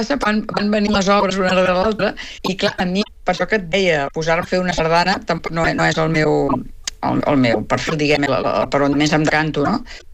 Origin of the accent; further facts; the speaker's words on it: El Vendrell, Catalonia, Spain; jo soc del Vendrell i tenim aquí Pau Casals, com a senyera